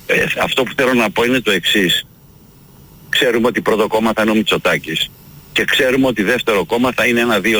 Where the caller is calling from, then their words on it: Vouliagmeni, Attica, Greece; Είμαι από τη Βουλιαγμένη. Δεν είμαι από του Παπάγου